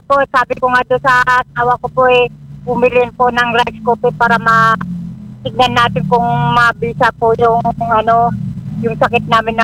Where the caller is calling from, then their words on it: Mamburao, Mimaropa, Philippines; Mambura po, Occidental Mindoro po.